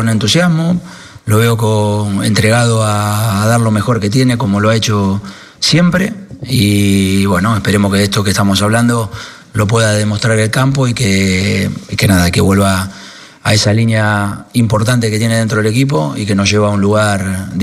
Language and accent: Spanish; Argentina